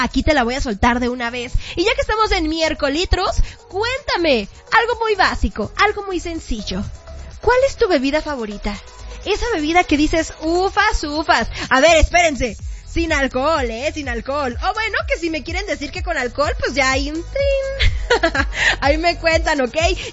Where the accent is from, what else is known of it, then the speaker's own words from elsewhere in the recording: Acapulco, Guerrero, Mexico; ya sabes que soy de Acapulco